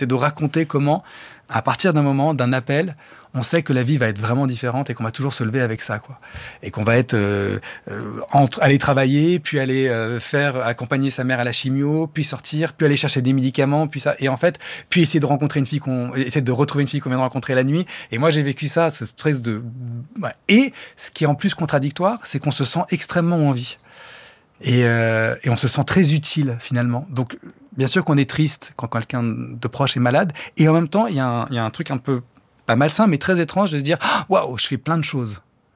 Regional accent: Lebanon; Moi, je suis grec du Liban et les rares fois où j'ai été au Liban, je vais beaucoup plus en Grèce.

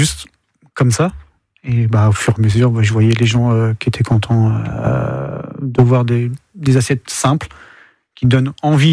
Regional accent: Le Havre, Normandy, France; born there; now in Mayenne, France; Mayennais de cœur. Donc, ça va faire plus de 20 ans que je suis sur Mayenne, né au Havre.

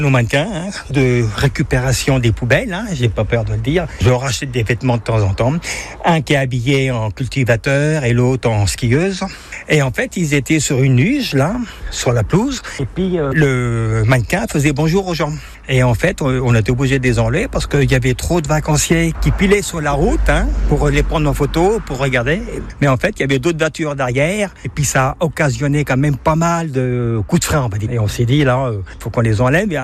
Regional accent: Centre-Val de Loire, France; Ça a été un rêve d'enfant. Je suis du Loir-et-Cher. Et en fait, tout petit, je ne savais dessiner que des chalets

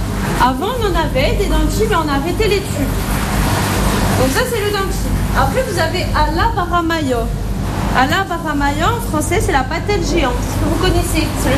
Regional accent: Bonifacio, Corsica, France; chez nous, à Bonifacio

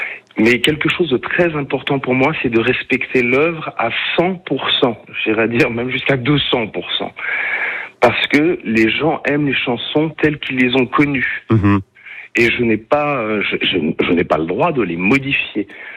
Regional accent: France; je suis vraiment extrêmement touché de revenir enfin chez moi en France et dans une région que j'apprécie énormément puisque j'y passais toutes mes vacances, la Provence.

